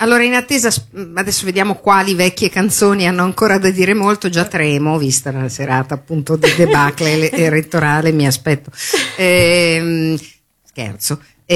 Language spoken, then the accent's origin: Italian; Milan, Lombardy, Italy; also born or lived in Venice; sono di Milano